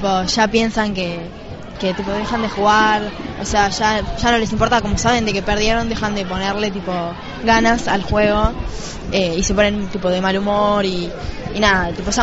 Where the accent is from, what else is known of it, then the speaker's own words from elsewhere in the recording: Buenos Aires, Argentina; soy de Buenos Aires también.